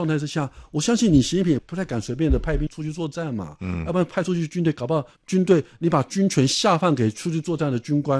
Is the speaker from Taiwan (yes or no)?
yes; Taiwan; 这当然对我们台湾人短期之内或许至少短多啦